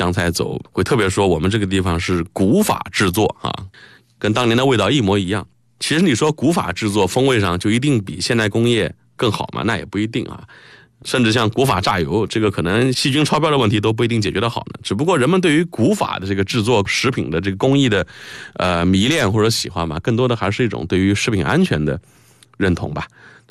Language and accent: Chinese; Yangzhou, Jiangsu, China; 汪老的家乡啊，也是我的家乡扬州